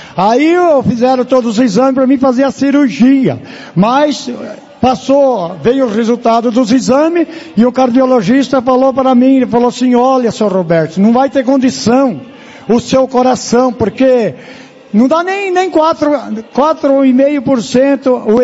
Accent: Jundiaí, São Paulo, Brazil; Eu sou lá da cidade de Jundiaí.

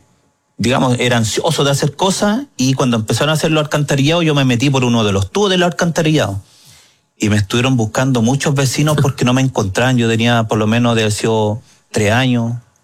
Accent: Cerrillos, Santiago Metropolitan Region, Chile; yo soy nacido y criado en Cerrillos. Nací en el sector de Plaza Arica, en un sector San Martín que se llama.

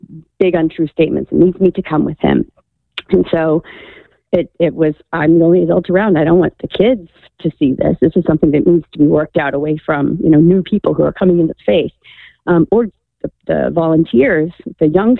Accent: Ireland

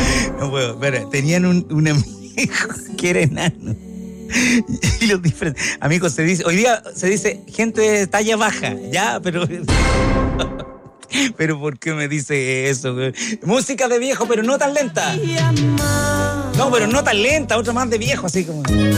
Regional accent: Rancagua, O'Higgins, Chile; yo soy de Rancagua.

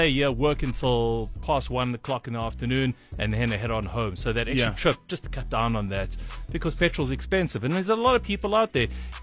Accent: South Africa; As a South African

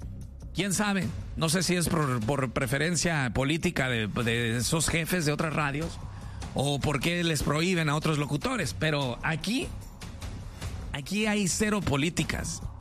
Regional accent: Guadalajara, Jalisco, Mexico; de hecho, desde bebé, desde meses, yo viví en Guadalajara, me bautizaron allá en Chapala, güey, yo soy de Jalisco

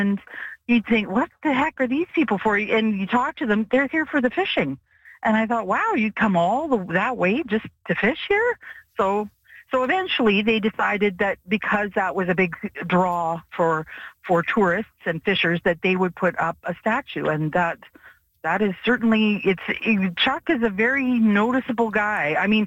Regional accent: Selkirk, Manitoba, Canada; I grew up in Selkirk.

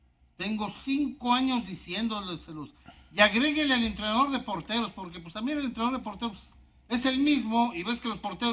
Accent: Argentina; Yo soy internacional, argentino.

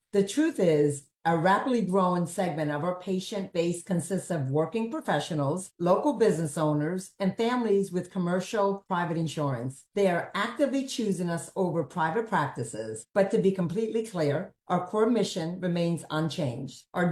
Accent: New York, United States; now in South Carolina, United States; I'm originally from New York, and it's great to be in South Carolina.

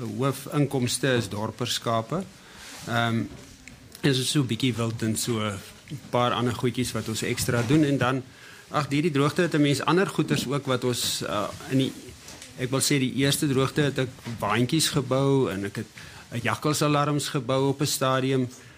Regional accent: Beaufort West, Western Cape, South Africa; moved away as an adult; now in Merweville, South Africa; ek kom van Beaufort West af, ek het daar op een plaas groot geword

